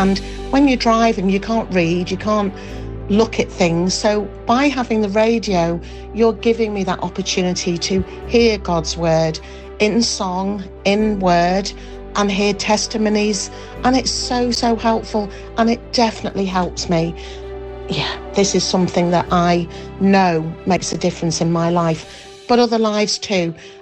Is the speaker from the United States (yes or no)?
no; Leeds, Yorkshire and the Humber, United Kingdom; from Leeds.